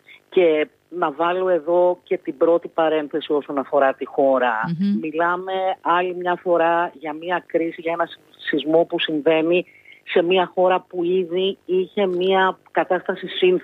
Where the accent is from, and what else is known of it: Greece